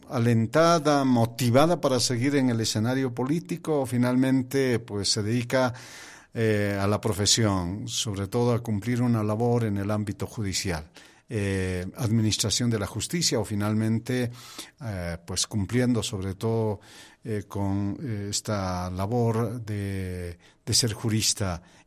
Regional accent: Bolivia

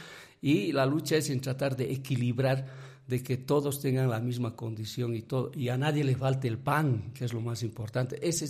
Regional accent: Bolivia

